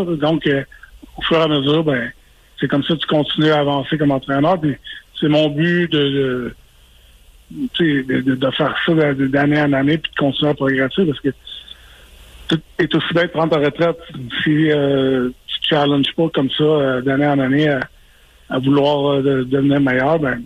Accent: Quebec, Canada; étant donné que je suis Québécois

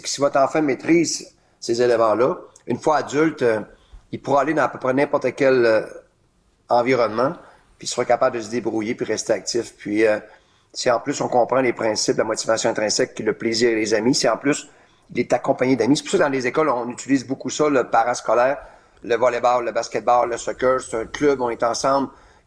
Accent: L'Anse-Saint-Jean, Quebec, Canada; quand j'étais jeune, à Anse-Saint-Jean

